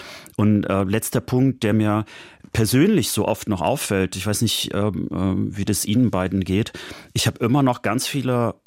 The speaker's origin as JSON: {"language": "German", "town": "Rostock", "region": "Mecklenburg-Vorpommern", "country": "Germany", "tie": "born or raised there", "said": "Also ich rede ja schon gar nicht davon, meine Heimatstadt Rostock, da bin ich natürlich begeistert."}